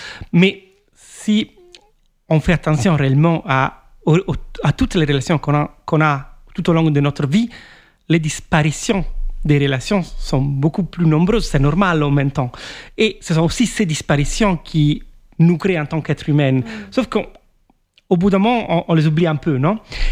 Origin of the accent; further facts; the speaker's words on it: Italy; first language Italian; French is a second language; moved away as an adult; now in Montpellier, France; j'avais peur de parler dans ma langue maternelle, l'italienne. À l'époque, j'étais très timide en italien